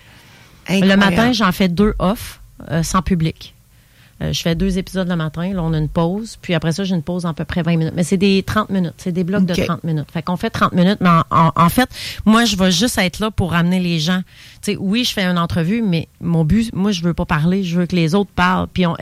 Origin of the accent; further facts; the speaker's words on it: Pont-Neuf, Quebec, Canada; Puis ben, je suis de Pont-Neuf. Donc pour moi, faire rayonner les gens de ma région, c'est encore plus important.